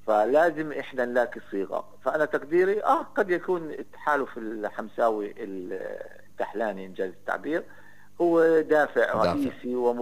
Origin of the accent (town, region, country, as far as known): Palestine